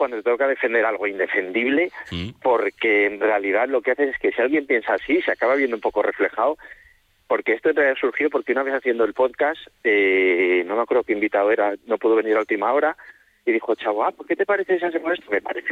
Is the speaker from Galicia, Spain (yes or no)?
no; Valladolid, Castile and León, Spain; Al final somos de Valladolid